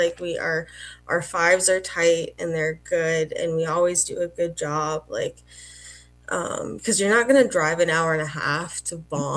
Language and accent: English; Red Deer, Alberta, Canada; Like it does get a lot like, oh, I'm from Red Deer. Like I've been here 5 months and I'm still the comic from Red Deer